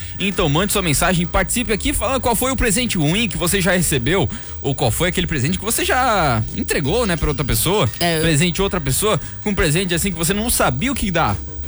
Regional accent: Lages, Santa Catarina, Brazil; born there; nasci em Lages, terra da minha mãe.

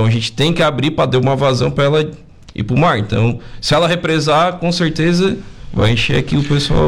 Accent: Santa Catarina, Brazil; Eu sou do Espigão da Pedra, então, eu tenho 35 anos.

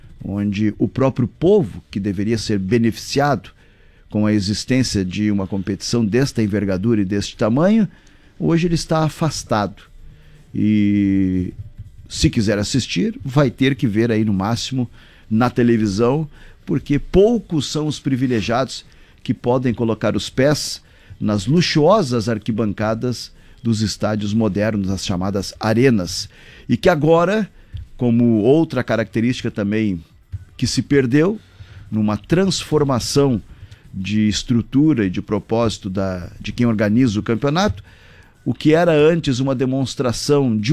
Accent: Brazil; Nós, brasileiros

